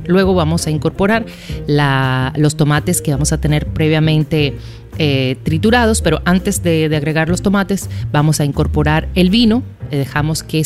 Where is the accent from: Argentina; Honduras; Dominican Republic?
Dominican Republic; me he pasado unos días allá y pues como buena dominicana, pues se pegan todos los acentos, ¿no?